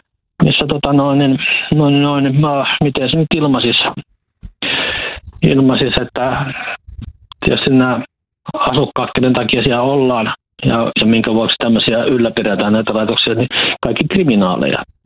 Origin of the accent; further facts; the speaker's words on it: Huittinen, Satakunta, Finland; moved away; mä huittisin sitä kotosin ja asuin nuoruuteni ja parhaisen aikuisuutenikin Huittisissa.